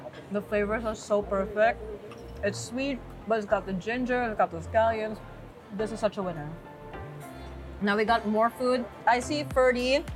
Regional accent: Philippines; I'm so Filipino where I love everything in sauce.

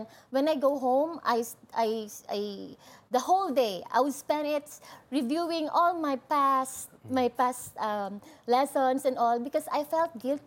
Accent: Puerto Princesa, Mimaropa, Philippines; I was born and been raised in Puerto Princesa, Palawan. I grew up there. From childhood, I've been so competitive.

